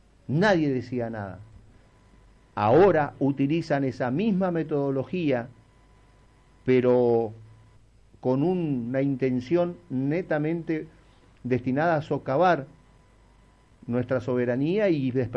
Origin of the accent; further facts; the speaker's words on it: Argentina; Yo como argentino no estoy de acuerdo.